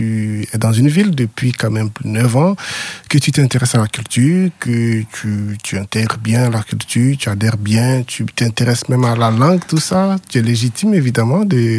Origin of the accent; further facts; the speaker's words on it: Brest, Brittany, France; Moi, je suis à Brest.